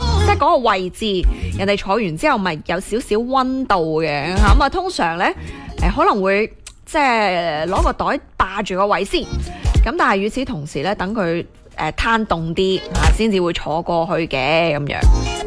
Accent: Guangdong, China; 我哋广东人

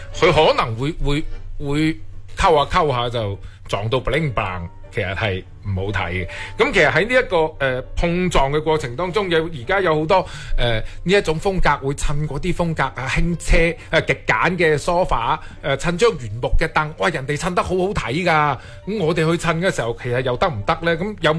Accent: Guangdong, China; 我哋广东人

